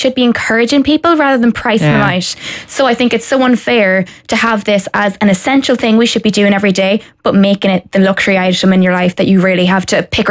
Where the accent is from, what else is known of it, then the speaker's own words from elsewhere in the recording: County Donegal, Ireland; now in Dublin, Ireland; I'm from Donegal.